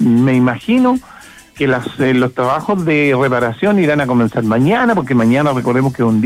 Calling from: Nancagua, O'Higgins, Chile; Yo hasta ahora me encuentro en mi casa porque es una zona donde yo vivo, que es la comuna de Los Naranjos, que es la comuna de Nancagua, sectores donde comúnmente se junta mucha agua.

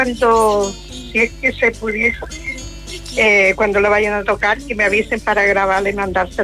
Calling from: Teno, Maule, Chile

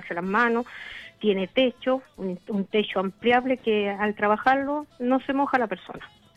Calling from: San Fernando, O'Higgins, Chile; De aquí de San Fernando.

